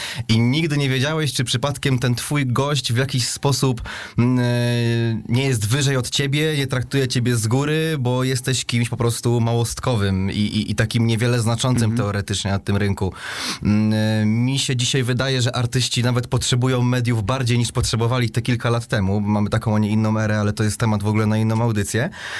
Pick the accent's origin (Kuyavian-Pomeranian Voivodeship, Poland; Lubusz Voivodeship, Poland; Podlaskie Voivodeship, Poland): Kuyavian-Pomeranian Voivodeship, Poland; Mogilno; kiedy się wychowywałem w Mogilnie na 22 stycznia.